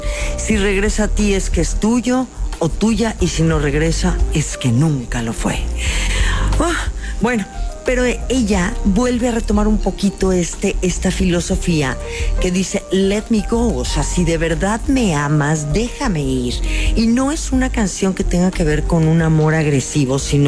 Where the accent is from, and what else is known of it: Mexico